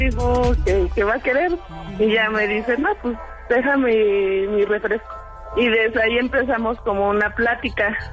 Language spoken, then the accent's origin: Spanish; Toluca, State of Mexico, Mexico; now in Metepec, Mexico; A ver. Soy de aquí, de Toluca.